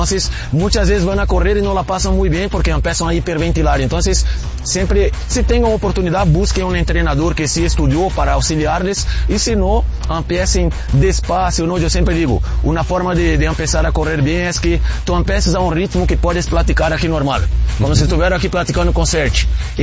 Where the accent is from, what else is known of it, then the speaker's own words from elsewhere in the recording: Brazil; Spanish is a second language; now in Mexico; Yo soy brasileño, como escucharon, llevo 20 años en México.